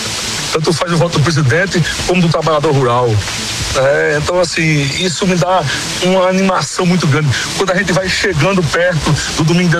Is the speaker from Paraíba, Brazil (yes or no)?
yes; Marizópolis, Paraíba, Brazil; born there; seja muito bem-vindo à minha terra, Marisópolis.